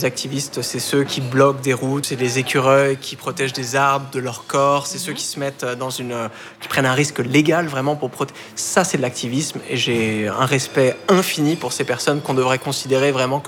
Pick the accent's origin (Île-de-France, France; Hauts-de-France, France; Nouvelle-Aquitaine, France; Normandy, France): Île-de-France, France; Bailly; ça s'appelle Bailly, c'est un petit village de quelques milliers d'habitants, c'est quand même la campagne, hein. C'est coincé entre les plaines de Versailles, dont un grand domaine agricole, et la forêt de Marly. Donc moi j'ai grandi dans la vieille ferme rénovée de ma famille, qui est là depuis plusieurs générations.